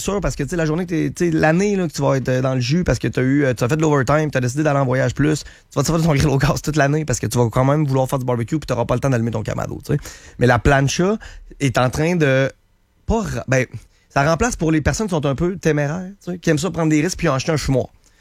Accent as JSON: {"language": "French", "town": "Saint-Jean-Chrysostome", "region": "Quebec", "country": "Canada", "said": "puis on vient de Saint-Jean-Chrysostome, okay, le Québec, ouais."}